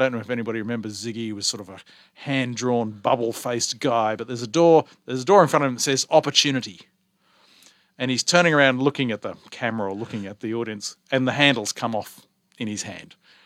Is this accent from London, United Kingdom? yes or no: yes; Wembley, London, United Kingdom; I do. I was born in England. I grew up in Wembley.